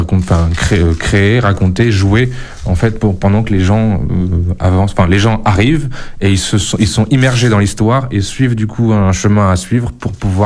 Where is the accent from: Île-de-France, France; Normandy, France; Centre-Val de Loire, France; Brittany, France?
Centre-Val de Loire, France; Tours; born there; moved away as an adult; now in Périgord, France; Non, lycée public à François Rabelais, à Tours.